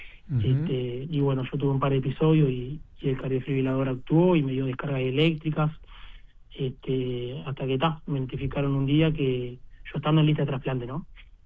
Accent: Minas, Lavalleja, Uruguay; also born or lived in Montevideo; porque yo soy de Minas

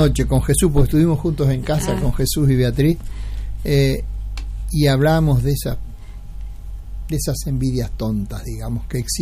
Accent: Montes, Canelones, Uruguay; crié acá, me formé acá

